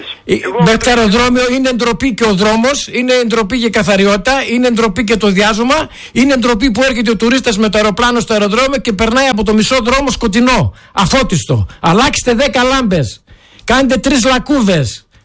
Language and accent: Greek; Greece; now in Kalamaria, Greece; και όχι μόνο ως κάτοικος, ως Έλληνας πολίτης